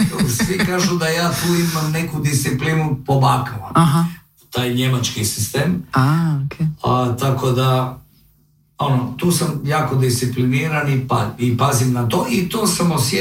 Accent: Zagreb, City of Zagreb, Croatia; born there; also born or lived in Molve, Podravina; now in Dubrovnik, Croatia; Ja sam rođen u Zagrebu i sam rođen u Zagrebu. Ali se osjećam Podravac, Bolvarac. Moj otac je rođen u Bolvama. I ja sam rođen u Zagrebu, jer je to jednostavno bilo tako. Ali u svom srcu ja sam Molvarac, Podravac i tako se osjećam.

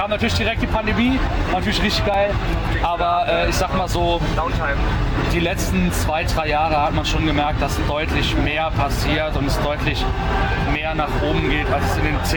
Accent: Saarland, Germany; Also wir sind ja aus dem Saarland

